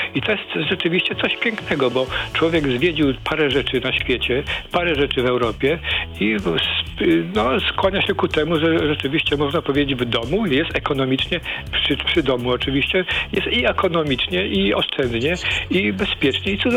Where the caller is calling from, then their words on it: Gdynia, Pomeranian Voivodeship, Poland; mieszkam w Gdyni